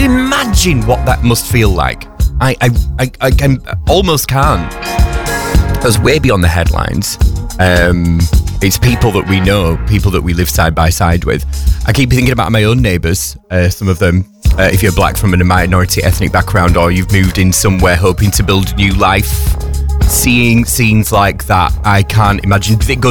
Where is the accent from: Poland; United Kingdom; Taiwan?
United Kingdom; England